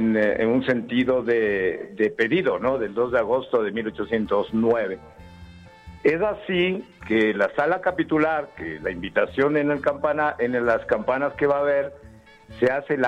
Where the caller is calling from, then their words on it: Quito, Pichincha, Ecuador; como quiteño ecuatoriano.